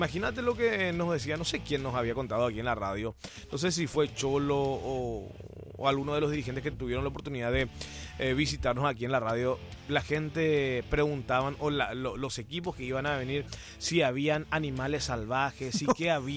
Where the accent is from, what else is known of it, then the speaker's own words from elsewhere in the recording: Paraguay; soy paraguayo